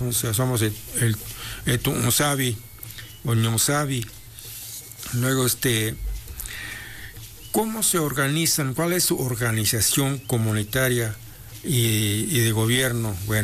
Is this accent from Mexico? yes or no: yes; Mixteca, Mexico; born there; moved away